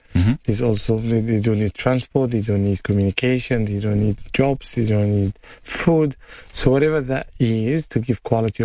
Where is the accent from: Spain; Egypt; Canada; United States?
Egypt; also born or lived in Dubai; now in South Australia, Australia; I started in Dubai. So I grew up part in Egypt, part in Dubai.